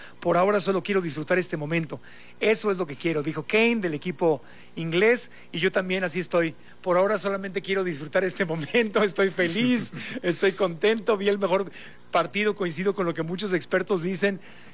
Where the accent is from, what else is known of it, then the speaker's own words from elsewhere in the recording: Mexico; eso nos avergüenza como mexicanos.